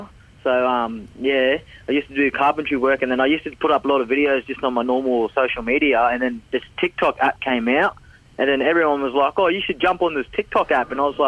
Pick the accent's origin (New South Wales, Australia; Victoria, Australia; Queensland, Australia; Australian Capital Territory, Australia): New South Wales, Australia; Sydney; also born or lived in Anala; And we grew up in Sydney as well with our dad, and then grew up in Anala with our mum.